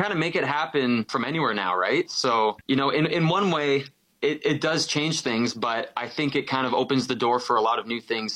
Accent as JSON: {"language": "English", "town": "Fort Erie", "region": "Ontario", "country": "Canada"}